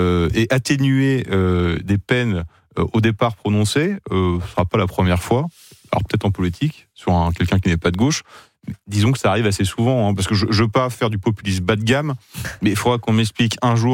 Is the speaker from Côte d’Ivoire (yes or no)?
no; France; moi, en tant que Français simple